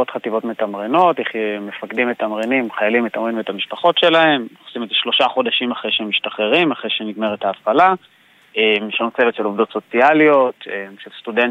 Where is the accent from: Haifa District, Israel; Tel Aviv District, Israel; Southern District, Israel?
Southern District, Israel; Sderot; בגלל המקום שאני בא ממנו, זאת אומרת, קודם כל אני סדרות, אני גר בסדרות.